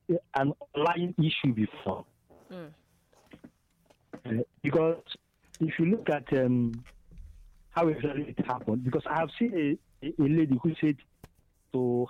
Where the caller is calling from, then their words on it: Enugu, Enugu State, Nigeria; I'm calling from Enugu.